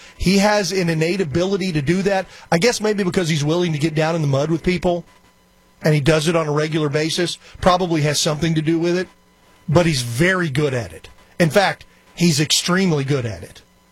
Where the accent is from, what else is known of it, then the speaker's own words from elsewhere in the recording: Texas, United States; being born and raised in Texas, I was acclimated to the heat for 50-plus years.